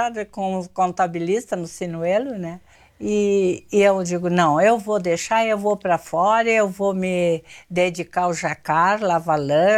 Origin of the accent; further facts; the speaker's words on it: Pinheiro Machado, Rio Grande do Sul, Brazil; born there; Eu nasci em Pinheiro Machado, no município de Pinheiro Machado